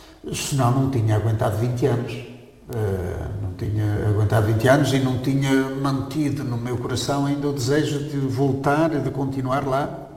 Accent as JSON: {"language": "Portuguese", "town": "Lamego", "region": "Norte", "country": "Portugal", "moved": "as an adult", "said": "eu sou da Diocese de Lamego, a Diocese de Lamego tem 2.500 quilómetros quadrados"}